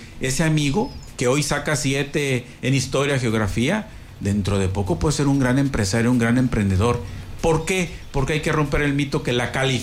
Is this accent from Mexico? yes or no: yes; Chiapas, Mexico; Pues yo soy chapaneco.